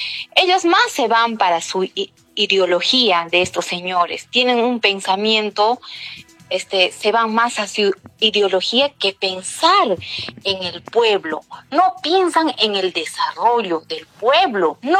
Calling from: Cusco, Peru; yo soy cusqueña

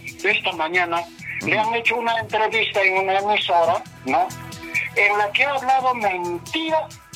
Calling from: Huaran, Cusco, Peru; yo vivo en Huaram

